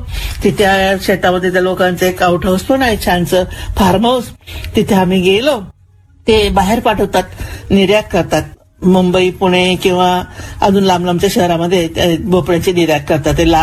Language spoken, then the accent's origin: Marathi; Kapadne, Maharashtra, India; आमच्या खानदेशात धुळ्याजवळ आमचं गाव आहे छोटस कापडणे नावाचं खेड